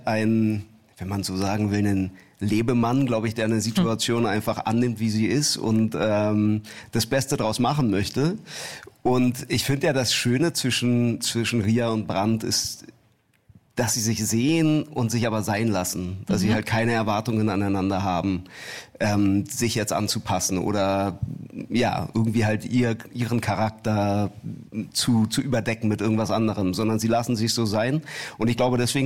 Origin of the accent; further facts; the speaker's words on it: Berlin, Germany; moved away as an adult; now in Hamburg, Germany; Ich bin gebürtig aus Berlin. Mhm. Ich lebe aber seit 4 Jahren in Hamburg.